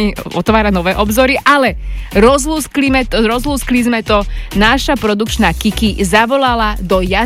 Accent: Nitra, Nitra Region, Slovakia; u nás v Nitre

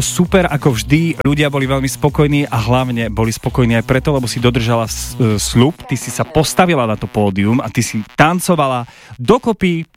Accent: Zvolen, Banská Bystrica Region, Slovakia; Ja som tam roky nebol, ako rodený Zvolenčan.

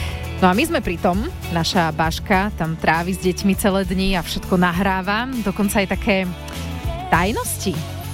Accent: Žarnovica, Banská Bystrica Region, Slovakia; born there; My, puberťáci v Žarnovici

